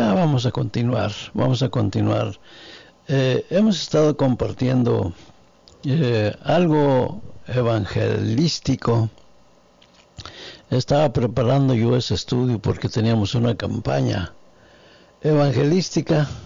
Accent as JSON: {"language": "Spanish", "region": "San Luis Potosí", "country": "Mexico", "moved": "yes", "lives_now": "San Antonio, United States", "said": "allá en mi tierra, San Luis Potosí."}